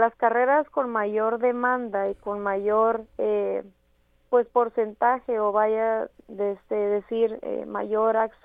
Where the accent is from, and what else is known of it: Mexico